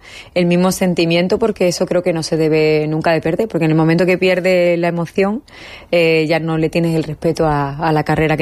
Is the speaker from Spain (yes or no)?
yes; Málaga, Andalusia, Spain; moved away as an adult; now in Mexico; es esta tierra es mi raíz y México también es mi madre adoptiva